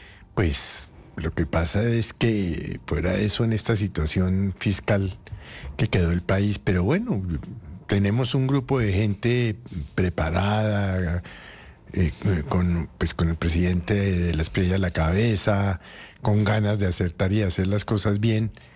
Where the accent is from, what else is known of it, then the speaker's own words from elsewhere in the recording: Colombia; pues tenemos que unirnos todos como colombianos.